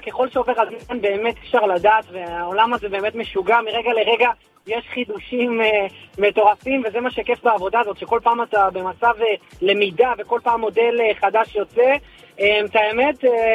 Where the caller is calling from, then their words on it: Rehovot, Central District, Israel; אני מרחובות.